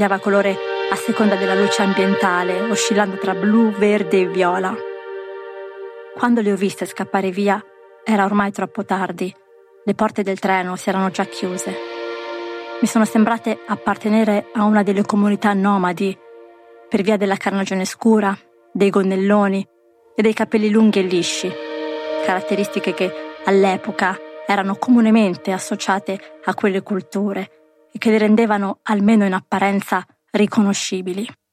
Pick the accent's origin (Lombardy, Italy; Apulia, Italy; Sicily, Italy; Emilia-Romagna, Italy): Lombardy, Italy; Milan; Sono cresciuta a Milano